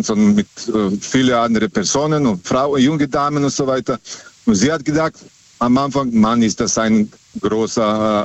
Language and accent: German; Serbia; Das heißt, ich habe damals, ich komme aus Serbien, und ich habe damals am Busbahnhof gearbeitet.